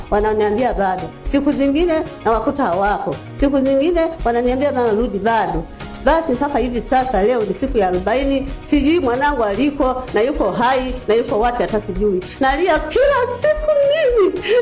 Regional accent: Manyoni, Singida, Tanzania; Nimetoka Manyoni. Nimetoka Manyoni baba.

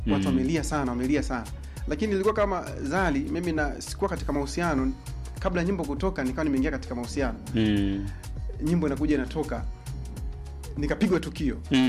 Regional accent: Tabora, Tanzania; Mimi ni Msukuma, mimi ni Mnyamwezi wa Tabora

